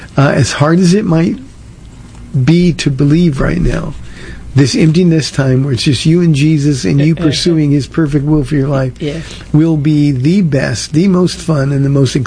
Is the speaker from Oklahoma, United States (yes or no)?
no; California, United States; now in Texas, United States; You know, we came from California to Texas and left everybody that we ever knew behind.